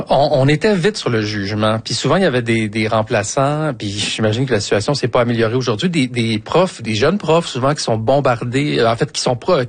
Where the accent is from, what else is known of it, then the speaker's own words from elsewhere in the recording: Quebec, Canada; Oui, je viens de la Rive-Sud de Montréal.